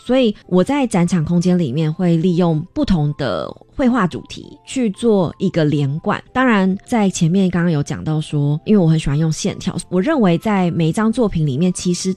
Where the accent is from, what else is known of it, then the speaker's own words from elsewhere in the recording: Taiwan; also born or lived in United States; 我在台湾虽然出生在美国，学习的很长一段时间是台湾，然后我家人也是台湾，在台湾土生土长的台湾人。